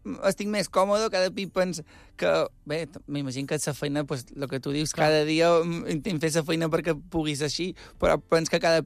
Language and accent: Catalan; Andratx, Balearic Islands, Spain; Soc d'Andratx i el nostre mallorquí tampoc és el millor del món.